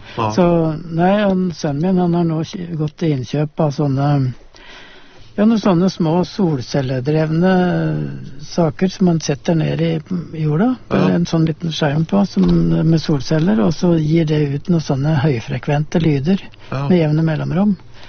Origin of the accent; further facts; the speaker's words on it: Østmodum, Buskerud, Norway; gården hjemme på Østmodum